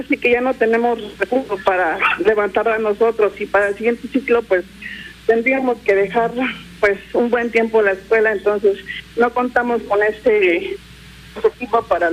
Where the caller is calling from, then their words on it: Tepatlaxco de Hidalgo, Puebla, Mexico; Como comunista aquí de Tepatlasco, Hidalgo, Puebla.